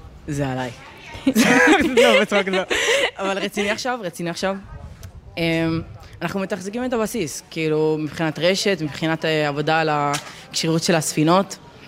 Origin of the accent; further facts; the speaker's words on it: Dimona, Southern District, Israel; born there; אני באה מקהילת העבריים בדימונה. מי שמכיר, מי שלא, תכירו עכשיו, היי. אז בעצם אנחנו עלינו לארץ מארצות הברית, אז ההורים שלי הם וושינגטון די-סי.